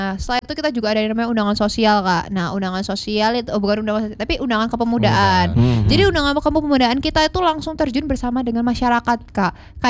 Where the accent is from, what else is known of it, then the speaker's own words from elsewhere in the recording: Surabaya, East Java, Indonesia; Walaupun aku dari kecil memang sudah di Surabaya.